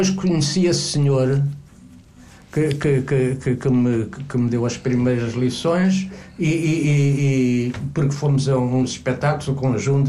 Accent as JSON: {"language": "Portuguese", "town": "Vagos", "region": "Centro", "country": "Portugal", "tie": "born or raised there", "moved": "as an adult", "lives_now": "Lisbon, Portugal", "said": "eu vim, abri um género de uma tasca na minha terra, em Vagos"}